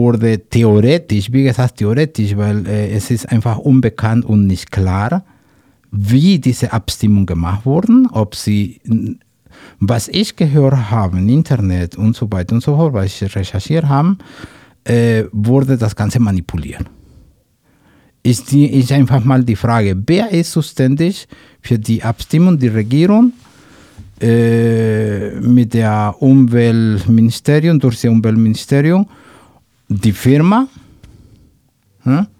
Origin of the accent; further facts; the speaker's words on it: Mexico; German is a second language; moved away; Ich bin Mexikaner.